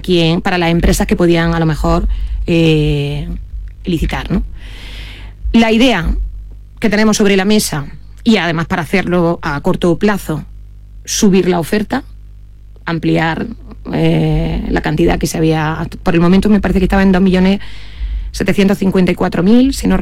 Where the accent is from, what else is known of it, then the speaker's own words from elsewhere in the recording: Andalusia, Spain; accent: Andalusian; moved away; Ya veis por mi acento, para que no lo sepa, que yo soy andaluza y yo esto lo vivo en Andalucía también.